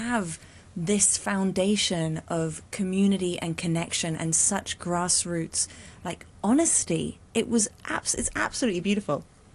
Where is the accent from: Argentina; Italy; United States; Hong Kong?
Hong Kong; I grew up in Hong Kong, and watching your film, and I encourage everyone to watch your film, I just clutched my heart and said, yes, this is it. This is the Hong Kong that I think people don't realize is why Hong Kong is what it is.